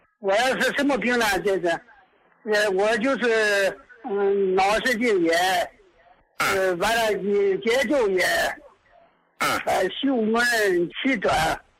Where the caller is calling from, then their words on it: Dalian, Liaoning, China; 我终于和你通话了。我是大连的。